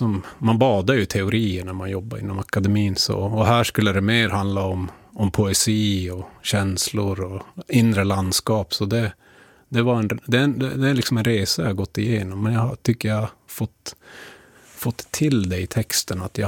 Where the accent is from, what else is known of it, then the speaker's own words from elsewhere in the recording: Norrbotten County, Sweden; accent: Tornedalen dialect; also born or lived in Malmfälten; I Gällivare skulle man liksom prata rikssvenska, så när jag kom från Tornedalen hade jag ganska grov liksom dialekt.